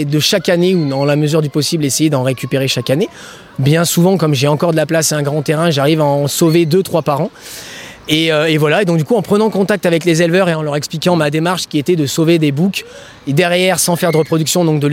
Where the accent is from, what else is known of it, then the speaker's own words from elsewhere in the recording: Normandy, France; je suis de Oust-sur-Scie, donc vraiment pas loin d'ici.